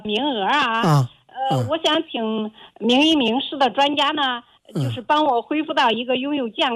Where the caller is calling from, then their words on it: Zhengzhou, Henan, China; 我是郑州的朋友